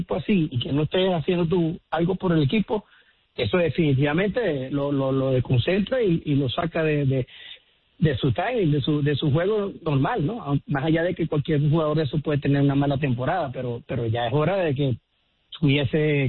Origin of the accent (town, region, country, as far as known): Venezuela